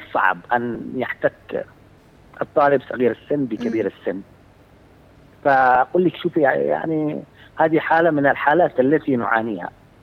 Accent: Aden, Yemen; أنا سأتحدث عن مدينتي، عن مدينة عدن.

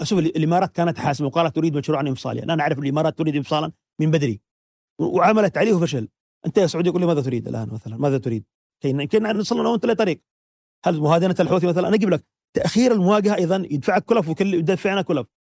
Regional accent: Yemen

